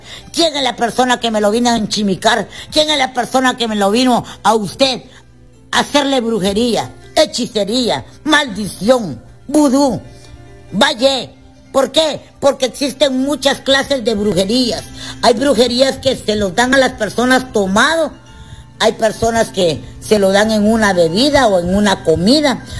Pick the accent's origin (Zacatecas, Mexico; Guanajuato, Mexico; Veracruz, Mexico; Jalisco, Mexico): Veracruz, Mexico; Catemaco; Yo no soy de Guatemala, yo soy de Catemaco, Veracruz, México, tierra de brujos